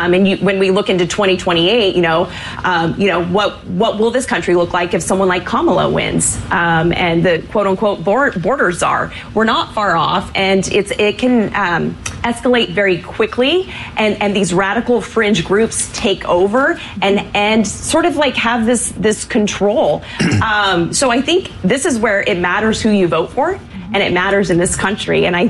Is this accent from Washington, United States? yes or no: yes; Washington, United States; I remember, I'm from Washington State.